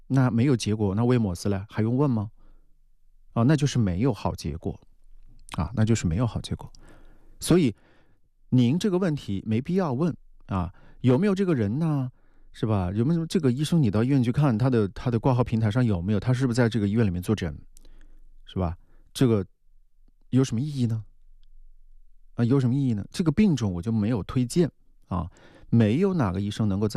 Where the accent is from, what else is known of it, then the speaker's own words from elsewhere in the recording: Wuhan, Hubei, China; 我们武汉人